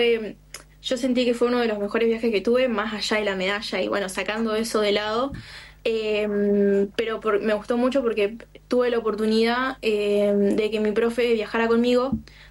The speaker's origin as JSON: {"language": "Spanish", "town": "Cipolletti", "region": "Río Negro", "country": "Argentina", "tie": "born or raised there", "said": "Sí, Primero que nada, yo soy de Cipolletti."}